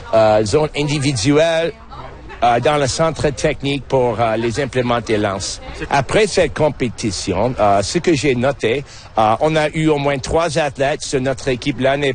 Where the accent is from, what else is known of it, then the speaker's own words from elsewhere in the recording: Ontario, Canada; chez nous, en Ontario